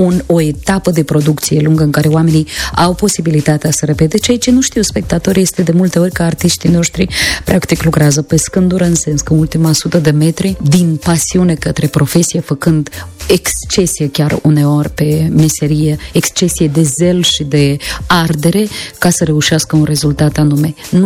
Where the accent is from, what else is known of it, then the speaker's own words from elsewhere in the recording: Moldova; Și mă gândeam, eu sunt din Moldova, știi că noi avem sindromul ăsta impostorului